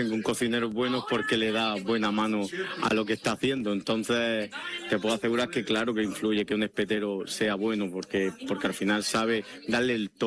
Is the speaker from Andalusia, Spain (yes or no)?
yes; Salobreña, Andalusia, Spain; Me encanta la playa y es que me encanta Salobreña, me encanta. ¿Qué te voy a decir? Es mi pueblo.